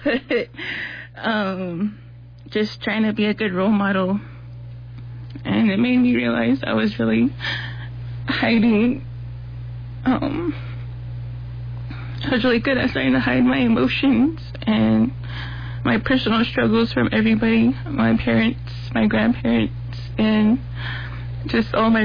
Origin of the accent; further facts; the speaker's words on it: Tuba City, Arizona, United States; I am from Tuba City, Lower Maungkopi area